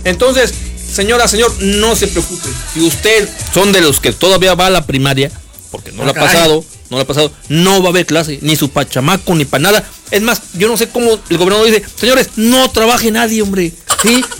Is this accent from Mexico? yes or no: yes; Mexico; No somos de allá, claro está, pero somos mexicanos